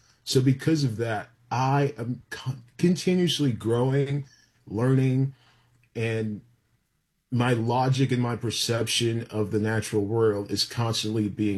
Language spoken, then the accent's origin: English; New York, United States; because growing up in New York City, for a lot of us, we were taught they're rats with wings, basically.